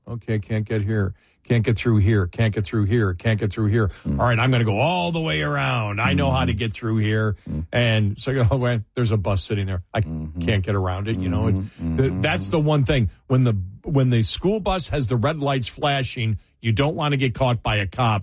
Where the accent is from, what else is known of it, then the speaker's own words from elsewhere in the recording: New York, United States; now in Texas, United States; And I come from New York, Western New York. And in Western New York, school begins after Labor Day.